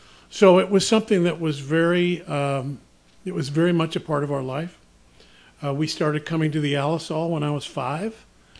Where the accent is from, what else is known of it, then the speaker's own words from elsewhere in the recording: California, United States; I'm a native Californian. I grew up in California.